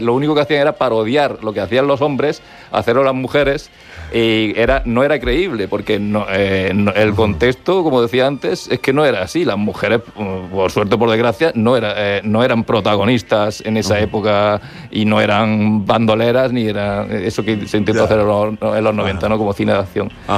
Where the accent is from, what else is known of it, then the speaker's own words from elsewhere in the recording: Castilla-La Mancha, Spain; Yo soy manchego